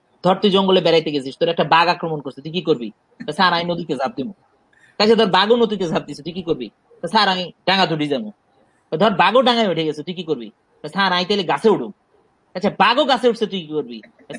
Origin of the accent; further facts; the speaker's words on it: Dhaka, Dhaka Division, Bangladesh; আমি আসলে ঢাকাতেই বড় হয়েছি এবং আমার আমার জীবন যাপন, আমার চিন্তা ভাবনা, আমার কথাবার্তা, আমার জোক, আমার লেখালেখি সব জায়গায় আসলে ঢাকাটাই বেশি।